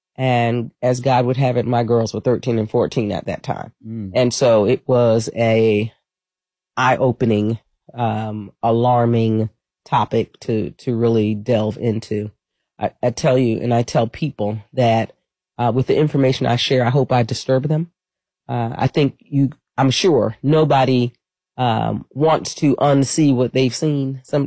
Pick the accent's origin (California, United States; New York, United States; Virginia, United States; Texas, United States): New York, United States; I'm a New Yorker. Mm-hmm. Been here for 32 years, but I'm still a New Yorker. Grew up in Queens, New York, and family of law enforcement folks.